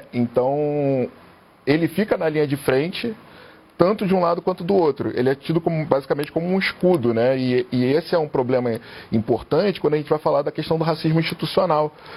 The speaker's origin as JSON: {"language": "Portuguese", "region": "Rio de Janeiro", "country": "Brazil", "said": "Eu sou carioca, então carioca fala palavrão."}